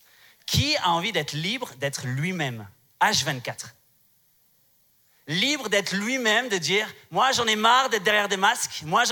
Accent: Strasbourg, Grand Est, France; Je viens de Strasbourg, je vous l'ai dit hier, pour ceux qui viennent là cet après-midi, Strasbourg, c'est en France.

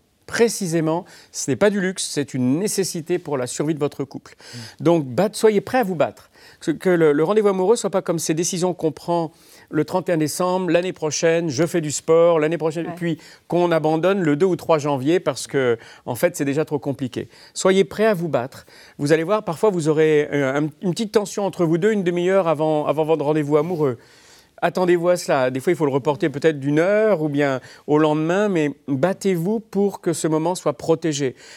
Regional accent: France; C'est pas juste parce qu'on est français, vous savez, avec cette image de romantisme.

